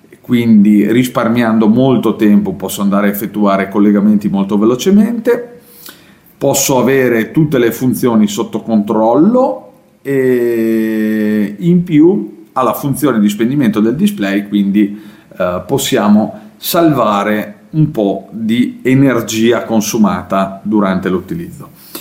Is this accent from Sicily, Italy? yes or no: no; Trentino-Alto Adige, Italy; io sono dell'Alto Adige.